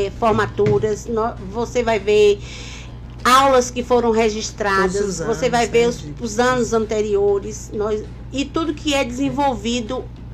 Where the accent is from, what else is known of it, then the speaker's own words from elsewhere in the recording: Vitória da Conquista, Bahia, Brazil; now in Eunápolis, Brazil; que sou natural de Vitória da Conquista